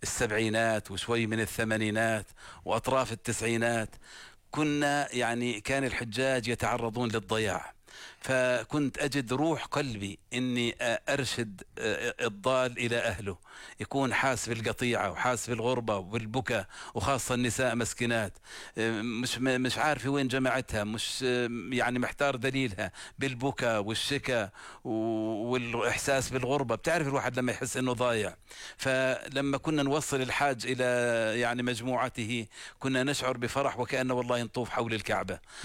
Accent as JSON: {"language": "Arabic", "town": "Amman", "region": "Amman Governorate", "country": "Jordan", "said": "موجودة عندنا بعمان"}